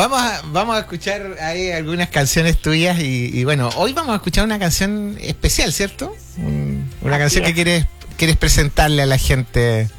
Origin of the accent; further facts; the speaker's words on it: San Ignacio, Ñuble, Chile; Chillán, aquí cerquita. Si nosotros somos de acá de San Ignacio, estamos cerquita.